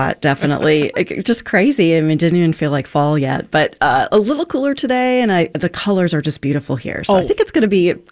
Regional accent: Minnesota, United States; I grew up here in the Brainerd Lakes area

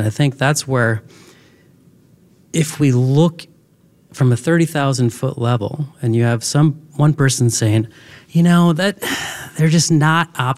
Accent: Roseau, Minnesota, United States; now in Grand Rapids, United States; Where I grew up in Roseau, Minnesota, everybody kind of wanted to move away because it was tiny.

